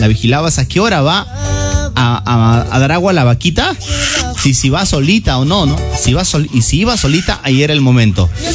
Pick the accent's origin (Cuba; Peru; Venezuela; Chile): Peru; Las canciones de mi tierra, las canciones de mis viejos